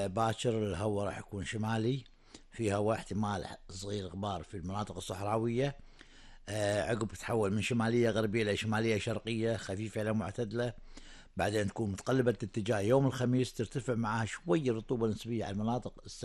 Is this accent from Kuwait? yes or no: yes; Kuwait; فللأسف هنا عندنا بالكويت